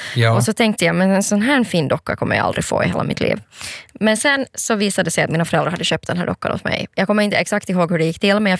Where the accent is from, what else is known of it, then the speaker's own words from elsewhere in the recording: Pargas, Southwest Finland, Finland; när jag var liten, när jag var hemma i Pargas.